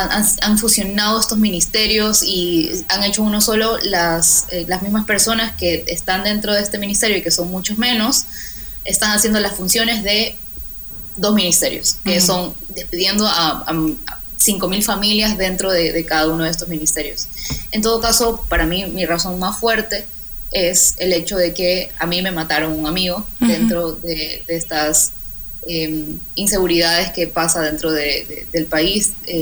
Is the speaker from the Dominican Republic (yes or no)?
no; Ecuador; nuestra identidad como latinoamericanos, nuestra identidad como ecuatorianos